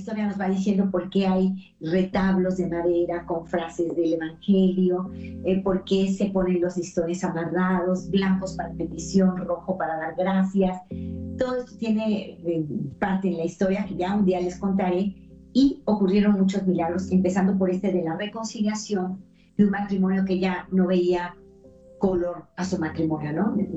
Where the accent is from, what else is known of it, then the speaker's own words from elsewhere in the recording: Mexico; Hoy se abrió el santuario en mi país, en Cancún.